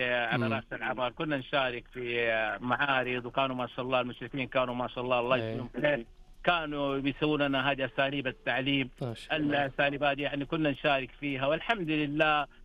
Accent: Mecca, Makkah Province, Saudi Arabia

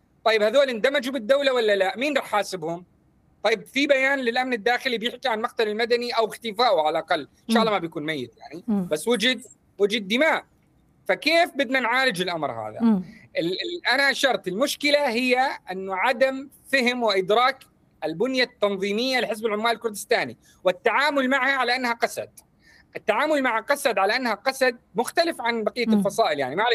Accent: Syria; وهاي قريتي على فكرة.

